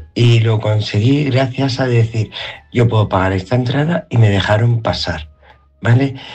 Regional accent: Spain; Yo, gracias a Dios, soy española.

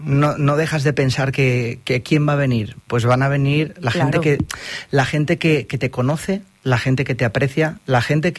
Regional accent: Gandia, Valencian Community, Spain; porque todos prácticamente somos de Gandía

